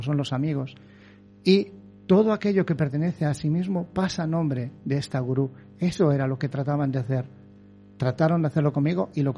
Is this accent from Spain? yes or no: yes; Baiona, Galicia, Spain; Yo, como te digo, soy de Bayona. Mi bisabuela era una persona que tenía vacas y se curaba con hierbas todo.